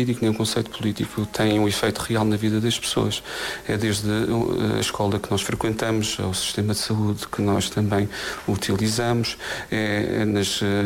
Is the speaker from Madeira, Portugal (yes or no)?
yes; Madeira, Portugal; nós, enquanto madeirenses